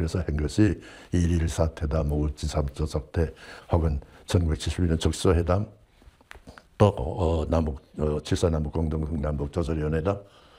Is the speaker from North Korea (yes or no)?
yes; Pyongyang, North Korea; 그러니까 우리 평양, 내가 평양 출신이니까 평양은 정말 도산한 장호 고당 조만식 선생의 후예들이니까